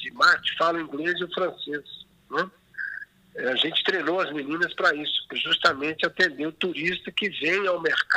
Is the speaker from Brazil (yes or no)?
yes; Minas Gerais, Brazil; E dá certo, né? Como um bom mineiro acaba dando certo.